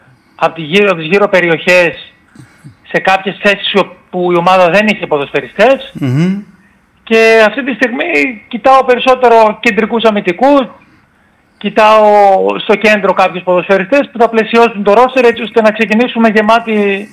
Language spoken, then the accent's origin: Greek; Giannitsa, Central Macedonia, Greece; moved away; ήμουν από τα Γεννητσά, τον νόμο Πέλλας.